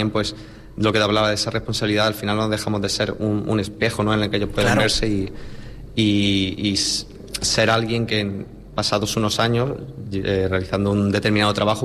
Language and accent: Spanish; Bailén, Andalusia, Spain; es típico de mi pueblo, de Bailén. Yo soy de Bailén.